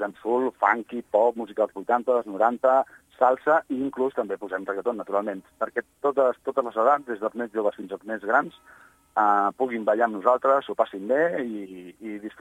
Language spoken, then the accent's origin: Catalan; Cardedeu, Catalonia, Spain; Nosaltres som de Cardedeu